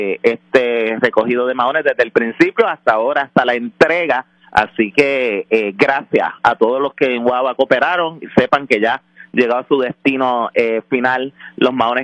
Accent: Aguadilla, Puerto Rico; Lo que somos de Aguadilla, donde era el Banco Santander para adentro.

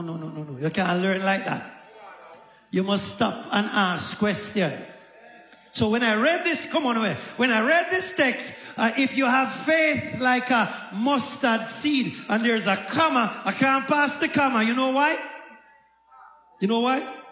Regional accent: Jamaica; I'm from Jamaica, and nobody grow mustard.

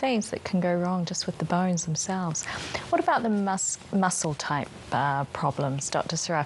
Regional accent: Auckland, New Zealand; I'm from Auckland, the city of sails.

